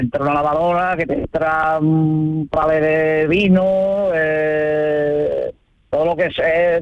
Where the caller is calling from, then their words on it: Espartinas, Andalusia, Spain; En Espartinas, Sevilla.